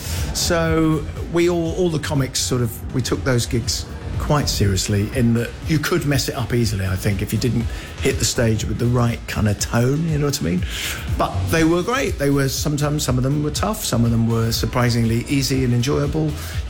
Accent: Aldershot, South East England, United Kingdom; But I grew up in a military town. I was born in Aldershot.

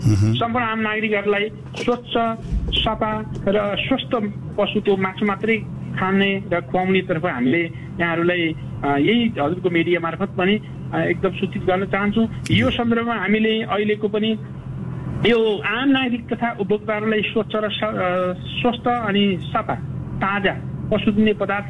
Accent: Baitadi, Sudurpashchim Province, Nepal; now in Kathmandu, Nepal; म सुदूरपश्चिम बैतडी हो सर, जन्म काठमाडौँमा त अस्थायी रूपमा मात्रै हो।

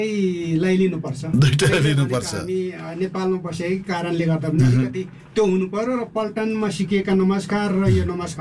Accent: Bhojpur District, Koshi Province, Nepal; भोजपुर जिल्ला तिवारी भन्ज्याङ ward number 2 आबु बाक्सिगुङ भन्छ मेरो गाउँ घर

